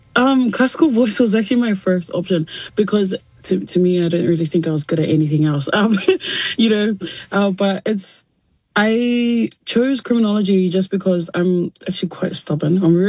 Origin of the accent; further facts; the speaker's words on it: Auckland, New Zealand; just being around my Samoan people. So I think growing up in South Auckland has really helped me, especially the way that I view the world. Coming from small little Otara